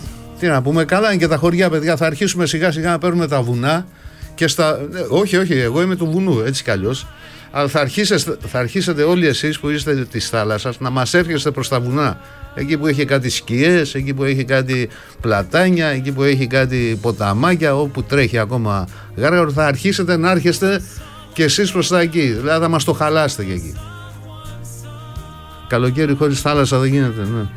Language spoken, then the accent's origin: Greek; Western Greece, Greece; για μένα που είμαι από Δυτική Ελλάδα